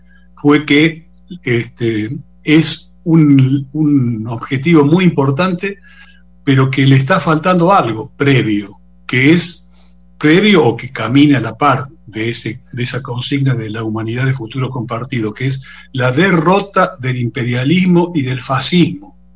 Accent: Argentina; nosotros somos marxistas, leninistas, argentinos, sanmartinianos, latinoamericanos y caribeños

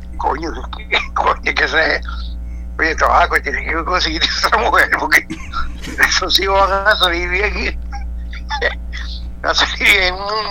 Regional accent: Venezuela; Pues yo soy de San José, nosotros nos criamos ahí.

